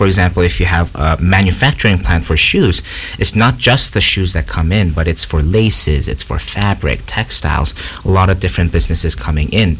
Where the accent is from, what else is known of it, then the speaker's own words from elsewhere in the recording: Kenya; So I grew up in Kenya. Everyone asks me, why Kenya? And I grew up here. I identify more as a Kenyan than a Korean. And I really think this is my home.